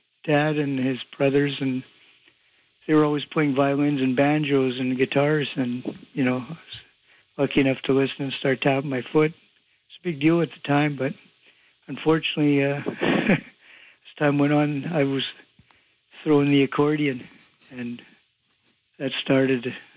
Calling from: Winnipeg, Manitoba, Canada; I'm from Winnipeg."

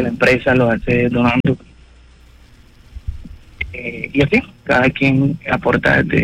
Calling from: Colombia; Nosotros, como colombianos, creo que somos más o menos 50 millones de colombianos.

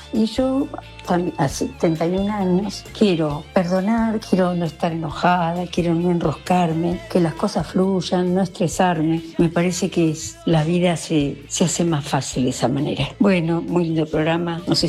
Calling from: Mar del Plata, Buenos Aires Province, Argentina; de Mar del Plata. Estoy escuchando el programa.

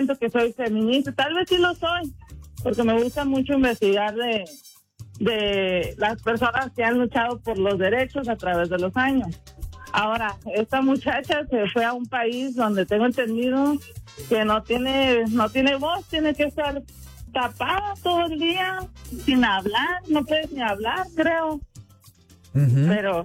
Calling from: Mexico; yo siendo mexicana

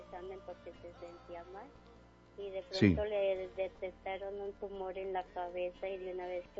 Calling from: Bogotá, Colombia; Acá en Bogotá, ciudad de Bogotá, María Paz.

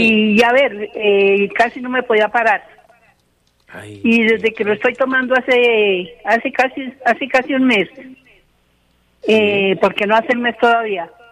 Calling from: Madrid, Cundinamarca, Colombia; Madrid, Cundinamarca.

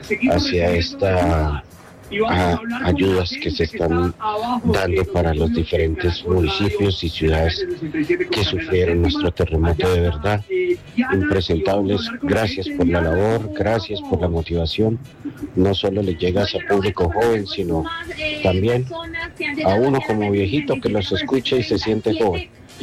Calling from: Colombia; Como colombianos nos sentimos orgullosos

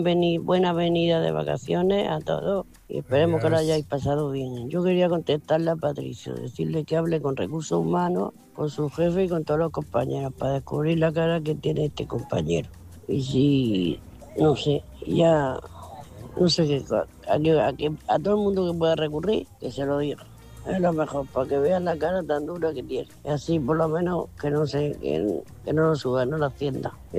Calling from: Murcia, Region of Murcia, Spain; de Murcia.

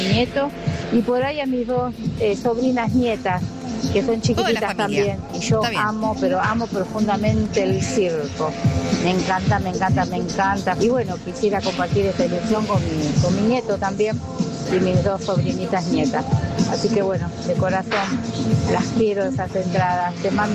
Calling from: San Fernando, Buenos Aires Province, Argentina; de San Fernando. Soy abuela

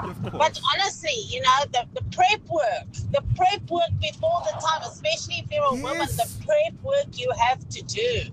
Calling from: Port Elizabeth, Eastern Cape, South Africa; I'm from Port Elizabeth.

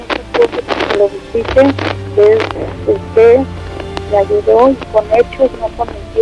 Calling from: Guadalajara, Jalisco, Mexico; De aquí de Guadalajara

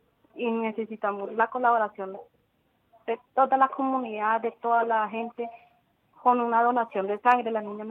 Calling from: Neiva, Huila, Colombia; soy de Neiva Huila. Sí. Vivo en la comuna número 8 del barrio Los Alpes.

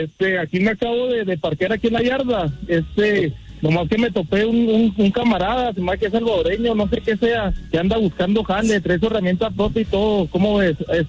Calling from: Mexico

